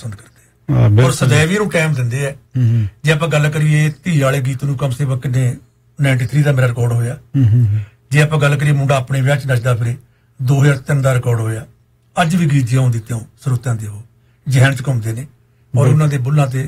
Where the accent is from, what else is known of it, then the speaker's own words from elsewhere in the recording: Dyon, Punjab, India; ਮੇਰਾ ਪਿੰਡ ਹੈ ਜੀ ਦਿਉਣ ਬਠਿੰਡਾ ਤੋਂ ਸ੍ਰੀ ਮੁਕਤਸਰ ਸਾਹਿਬ ਨੂੰ ਜਾਈਏ